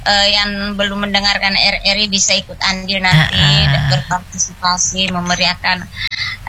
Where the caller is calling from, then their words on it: Samarinda, East Kalimantan, Indonesia; kita sebagai warga Kaltim dan Samarinda khususnya